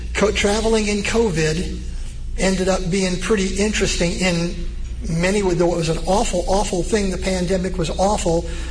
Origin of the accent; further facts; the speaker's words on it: Huntingburg, Indiana, United States; Well, when I was a kid growing up in Huntingburg, in our grade school